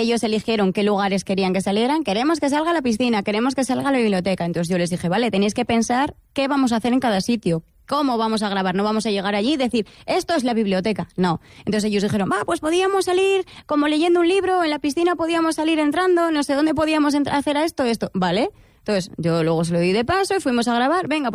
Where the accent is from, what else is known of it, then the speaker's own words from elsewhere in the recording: Castile and León, Spain; now in Guardo, Spain; Yo soy de un pueblo cerca de Sahagún, pero yo vine aquí por trabajo